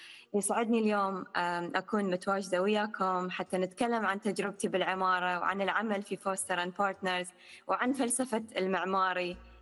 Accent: Iraq; نشأتي بلدي العراق، البلد الغني بتنوع الحضاري والجغرافي، الثقافي، البيئي

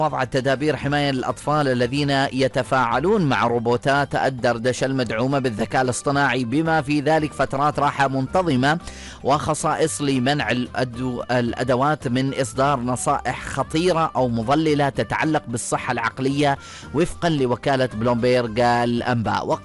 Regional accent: Oman; عندنا في سلطنة عمان

